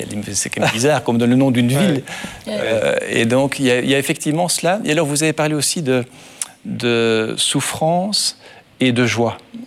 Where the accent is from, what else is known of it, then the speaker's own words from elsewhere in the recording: Belgium; chez nous, en Belgique